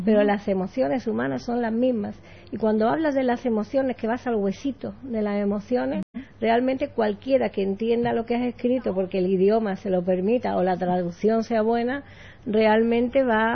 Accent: Málaga, Andalusia, Spain; moved away as an adult; also born or lived in Brazil / Uruguay; now in Argentina; Viví en España hasta los 26 años, yo soy de Málaga, uh-huh. Y después me cambié a Brasil, donde viví otros 20 y tantos años.

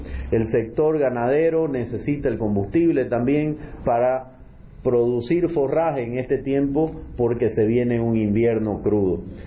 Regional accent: Bolivia; nos hace falta como bolivianos.

